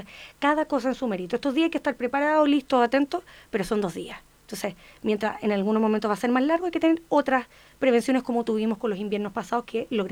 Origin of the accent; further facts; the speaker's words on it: Chile; somos chilenos y los chilenos estamos preparados.